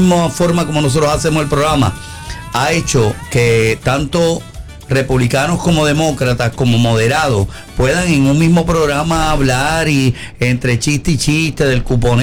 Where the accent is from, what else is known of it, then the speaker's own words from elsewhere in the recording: Puerto Rico; moved away; yo como puertorriqueño